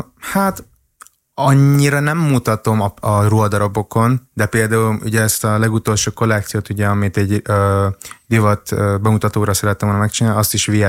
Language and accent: Hungarian; Hungary; born there; nem vagyok magyar, de itt születtem, közben vietnámi vagyok